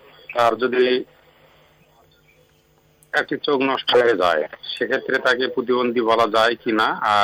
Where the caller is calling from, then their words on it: Naogaon, Rajshahi Division, Bangladesh; কথা বলছিলাম … বড়বাড়ির একতা ছোটা ক্লাবের সভাপতি, রহিমাপুর পদিনতলা নওগাঁ থেকে।